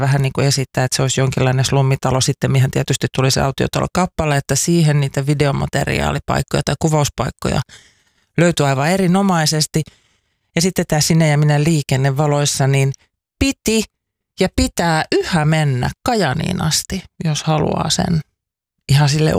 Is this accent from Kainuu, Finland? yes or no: yes; Kainuu, Finland; ei meillä Kainuussa slummitaloja sillä tavalla ollut, autiotaloja kyllä